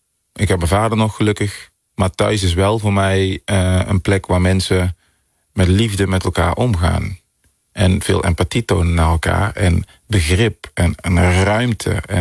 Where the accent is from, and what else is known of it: Netherlands